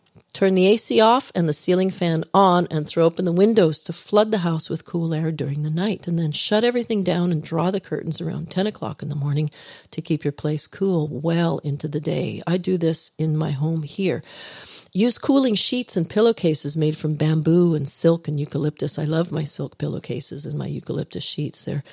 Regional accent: Penticton, British Columbia, Canada; moved away as an adult; also born or lived in California / Tucson, Arizona; I'm a dual citizen. I was born in California. My parents are from Winnipeg, and I grew up here in Penticton, so don't hate me, but I did live in the U.S. for a long time. I'm back in Canada for good now

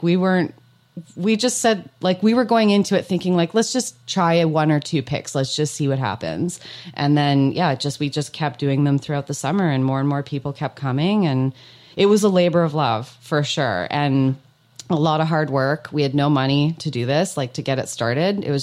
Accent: Alberta, Canada; now in Okanagan, Canada; when I grew up in Alberta

